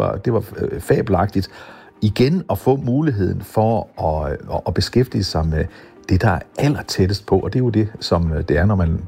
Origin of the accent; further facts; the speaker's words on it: Skagen, North Denmark Region, Denmark; born there; moved away as an adult; also born or lived in Nibe / Suldrup, Himmerland; now in Bornholm, Denmark; nu sagde du, at jeg var født i Nibe. Det var tilfældigt, fordi vi boede faktisk i Skagen, da jeg var barn.